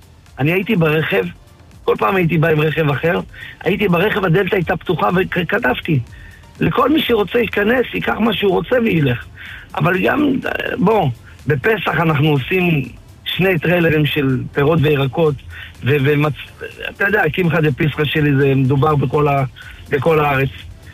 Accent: Haifa, Haifa District, Israel; אני גדלתי בחיפה על הכרמל, ואהבתי כל הזמן רק את השכונות.

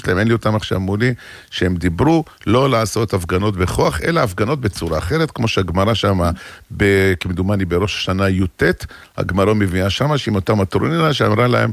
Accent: Jerusalem, Jerusalem District, Israel; אנחנו ירושלמים

